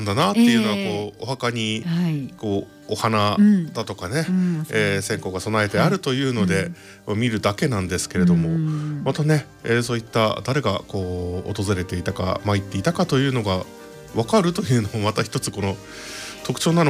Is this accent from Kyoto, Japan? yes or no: no; Hokkaido, Japan; moved away; 私、まあ、あの北海道出身なので、うんうん、まあ、そういった文化がなくてですね